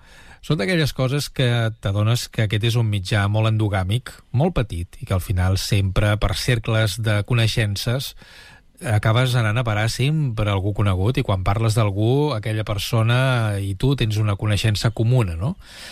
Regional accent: Catalonia, Spain; la seva majoria de col·laboradors som de Barcelona i àrea metropolitana

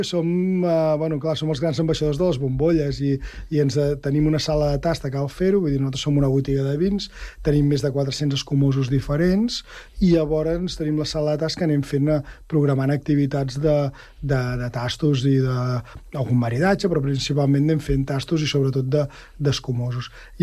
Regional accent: Catalonia, Spain; com que som del Penedès

